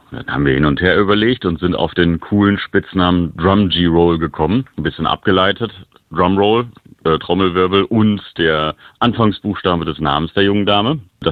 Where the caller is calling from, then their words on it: Dortmund, North Rhine-Westphalia, Germany; aus Dortmund.